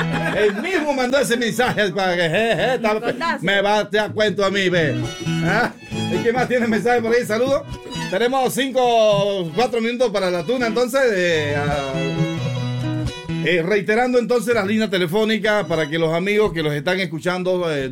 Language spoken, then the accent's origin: Spanish; Veraguas, Panama; Mi tierra, el Pedernal de Santiago.